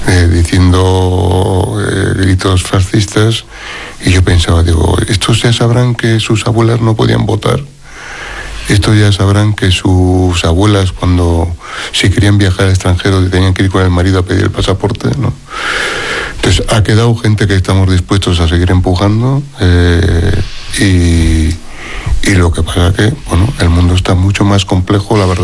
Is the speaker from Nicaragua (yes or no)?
no; Barakaldo, Basque Country, Spain; en mi pueblo, que soy de Baracaldo